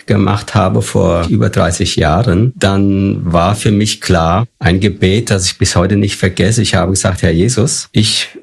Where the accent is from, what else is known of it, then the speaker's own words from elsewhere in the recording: Fulda, Hesse, Germany; Ich komme aus Fulda und bin verheiratet mit Dagmar, diene dort in Fulda in einer Gemeinde als Team im Ältestenkreis.